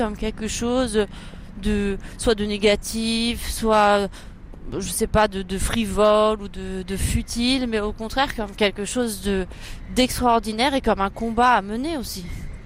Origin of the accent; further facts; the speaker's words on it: Rabat, Rabat-Salé-Kénitra, Morocco; J'ai été élevée à Rabat, au Maroc, dans les années 80 et 90. Donc, bon, c'est la capitale du Maroc. Et à l'époque, c'était une ville très, très, très, très paisible, très calme, assez ennuyeuse. Il n'y avait pas beaucoup de loisirs pour les jeunes.